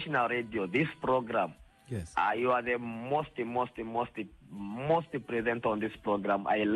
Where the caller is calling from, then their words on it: Linyanti, Zambezi, Namibia; You, I'm calling from Linyanti village now.